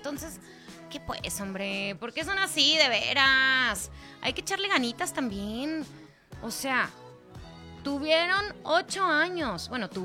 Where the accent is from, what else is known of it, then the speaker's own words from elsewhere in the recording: Mexico; sí somos bien de México, somos bien patriotas, somos bien bien nacionalistas